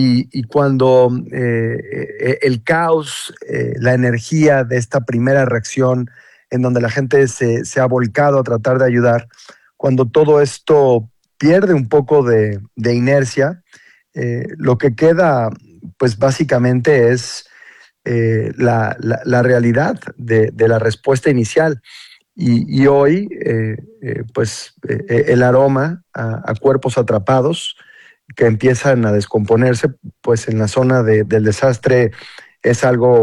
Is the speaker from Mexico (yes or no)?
yes; Mexico; Como mexicano, estar en medio de una zona de desastre provocada por un terremoto, pues es recordar muchísimas cosas, pero sobre todo recordar la solidaridad, el apoyo que hemos recibido en el 85, en 2017